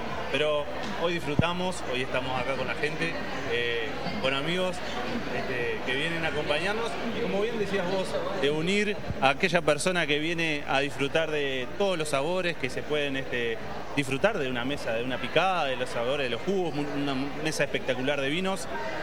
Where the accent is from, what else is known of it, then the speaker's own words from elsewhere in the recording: Uruguay; hoy somos 4 uruguayos